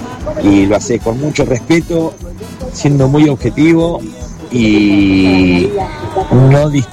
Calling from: La Plata, Buenos Aires Province, Argentina; de La Plata.

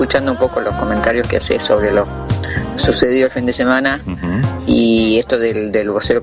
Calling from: Argentina; no somos argentinos.

